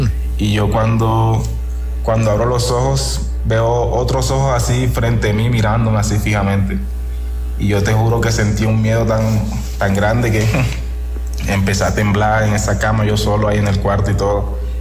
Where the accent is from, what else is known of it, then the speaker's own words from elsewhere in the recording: Fundación, Magdalena, Colombia; also born or lived in Arauca; Yo soy de Fundación Magdalena, pero en ese tiempo me fui a vivir a Arauca, ahí cerca de Venezuela.